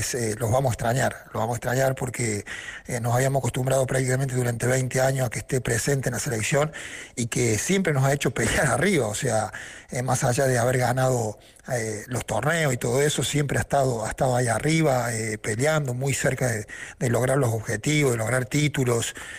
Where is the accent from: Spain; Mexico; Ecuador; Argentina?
Argentina